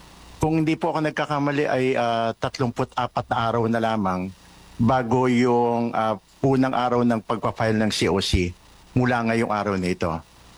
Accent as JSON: {"language": "Tagalog", "town": "Legazpi", "region": "Bicol Region", "country": "Philippines", "also_born_or_lived": "Pilar, Sorsogon", "said": "Yes, I'm from Legazpi City and from Pilar, Sorsogon."}